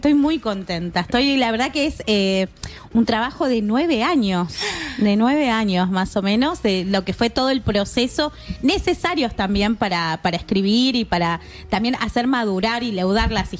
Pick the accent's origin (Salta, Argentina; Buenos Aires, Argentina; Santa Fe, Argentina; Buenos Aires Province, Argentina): Salta, Argentina; Así que soy, claro, de Salta, claro, católica y todas las cosas.